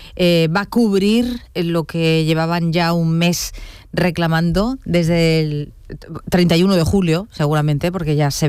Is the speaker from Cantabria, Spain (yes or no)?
no; Andalusia, Spain; Lo sabemos también en Andalucía, que somos tierra hermana de Ceuta.